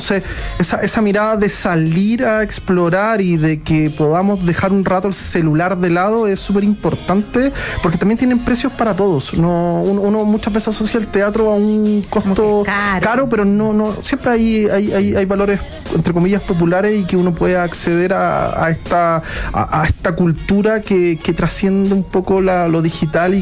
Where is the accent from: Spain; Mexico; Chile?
Chile